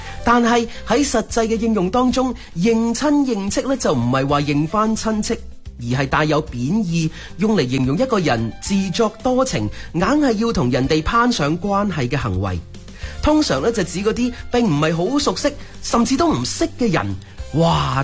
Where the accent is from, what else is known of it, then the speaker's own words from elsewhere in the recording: Guangdong, China; 我哋广东人呢就会叫佢做塞